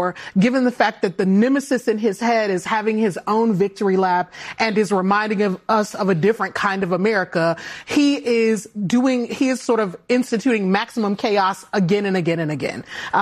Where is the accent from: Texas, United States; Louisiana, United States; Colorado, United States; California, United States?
Louisiana, United States; I mean, I am from Louisiana.